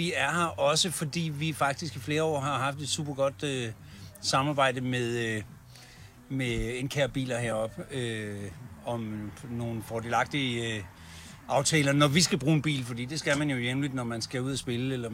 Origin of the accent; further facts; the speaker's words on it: Central Denmark Region, Denmark; also born or lived in Copenhagen; now in South Funen, Denmark; Vi flyttede fra København til Sydfyn for snart mange, mange år siden, og fandt nok tilbage til noget af det, som jeg i virkeligheden husker fra min barndom i Vestjylland.